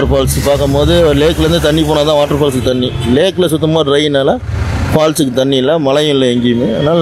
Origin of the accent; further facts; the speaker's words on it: Yercaud, Tamil Nadu, India; born there; ஏற்காடு, ஜெரினா காடு. நான் பிறந்தவங்க இந்த கிராமம் தான்.